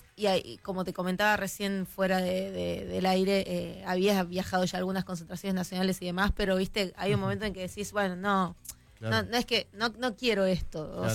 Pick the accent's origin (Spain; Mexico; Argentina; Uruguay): Argentina; Tucumán; Soy tucumana, pero no fanaticé nunca ni por San Martín ni por Atlético.